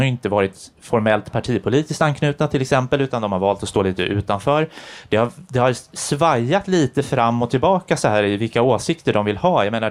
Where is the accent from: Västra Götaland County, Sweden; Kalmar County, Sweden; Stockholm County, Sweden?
Kalmar County, Sweden; Det är ingen nere i mina hemtrakter i Kalmar län och i östra Småland och ute på Öland.